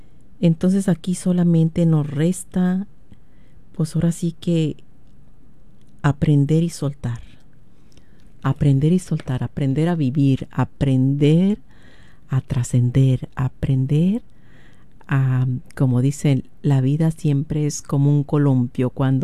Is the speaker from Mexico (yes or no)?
yes; Mexico; now in California, United States; traemos esas costumbres de allá de nuestro México que nos identifica